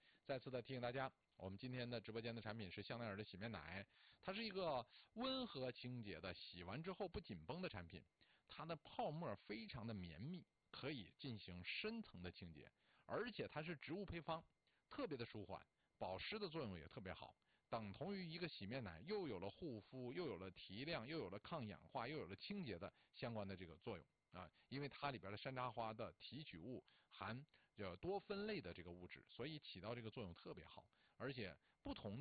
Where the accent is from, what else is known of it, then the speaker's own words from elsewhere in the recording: Northeast China, China; 虽然咱作为东北人来说还是不觉得说非得去避暑